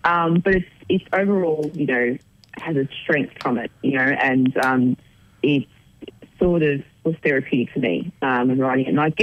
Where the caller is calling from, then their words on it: Melbourne, Victoria, Australia; Melbourne.